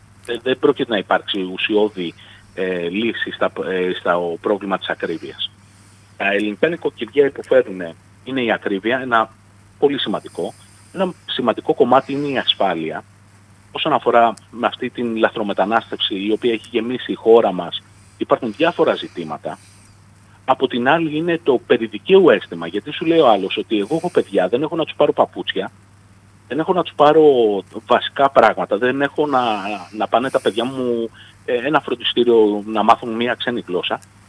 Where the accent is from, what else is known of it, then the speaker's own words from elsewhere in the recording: Greece; Εγώ σαν Έλληνας